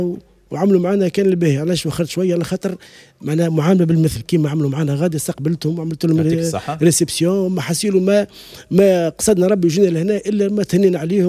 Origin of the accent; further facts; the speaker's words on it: Raoued, Ariana Governorate, Tunisia; في قلب رواد في وسط رواد هو ملعب معناها حومه في حومتنا معناها كبرنا فيه